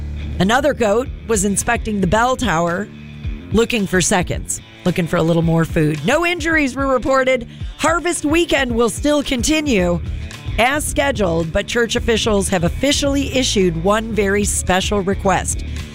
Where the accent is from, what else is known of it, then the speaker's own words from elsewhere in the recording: Indiana, United States; my home state of Indiana